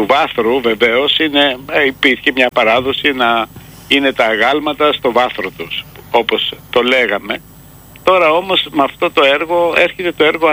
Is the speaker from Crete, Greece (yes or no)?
no; Falatados, South Aegean, Greece; moved away as an adult; Εγώ είμαι από το Φαλατάδο, είμαι από τα πάνω μέρη, είναι αγροτικά χωριά, τα οποία δεν είχαν και μεγάλη, ας πούμε, έτσι, σχέση με το μάρμαρο ή με την τέχνη